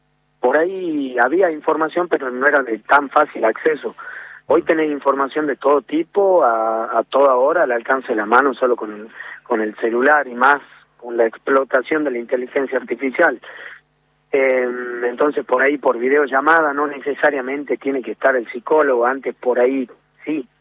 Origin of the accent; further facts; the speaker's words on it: Argentina; Nosotros como argentinos lo vivimos